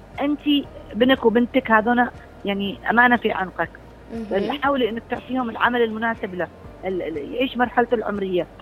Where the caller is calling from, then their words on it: Yemen; الطفل عندنا في اليمن